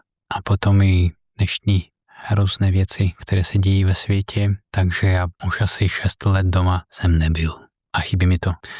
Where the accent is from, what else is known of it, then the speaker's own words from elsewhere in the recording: Belarus; Czech is a second language; now in Czech Republic; Jo, jsou to vlny. Někdy se mi jako hodně stýská a chybí. To se projevuje na řeči, slyším svůj přízvuk, který i tak je, a v těchto těch momentech cítím mnohem víc jako takovej citlivej.